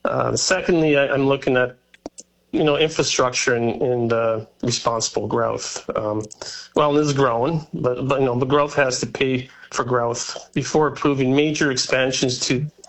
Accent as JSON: {"language": "English", "town": "Welland", "region": "Ontario", "country": "Canada", "tie": "born or raised there", "said": "I was born and raised in Welland. This is my home."}